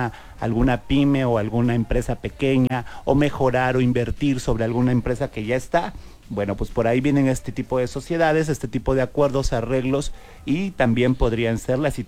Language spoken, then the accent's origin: Spanish; Orizaba, Veracruz, Mexico; yo vengo de Orizaba y está más o menos el mismo clima, así como que nubladito